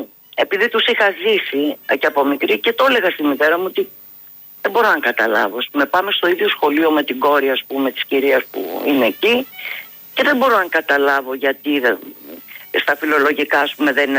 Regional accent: Kefalonia, Ionian Islands, Greece; είμαι από την Κεφαλονιά, από το Ιόνιο.

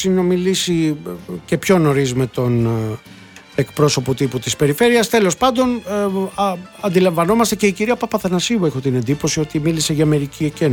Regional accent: Peloponnese, Greece; στο Γήθιο, κάτω εκεί στα μέρη μου.

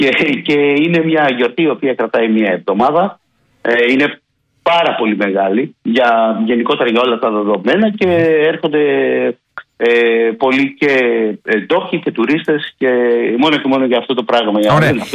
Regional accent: Athens, Attica, Greece; moved away as an adult; εμένα η καταγωγή μου είναι από την Αθήνα, δεν έχει νόημα να φύγω από εδώ το καλοκαίρι να έρθω στην Αθήνα.

